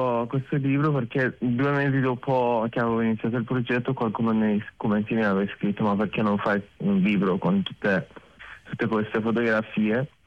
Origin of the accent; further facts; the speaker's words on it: Iran; Italian is a second language; moved away as an adult; now in Turin, Italy; io vengo dall'Iran